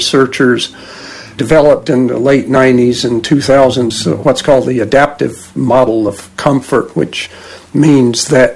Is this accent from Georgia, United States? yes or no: yes; Georgia, United States; I grew up in Georgia in the years before air conditioning mostly, and it was exactly as you describe it.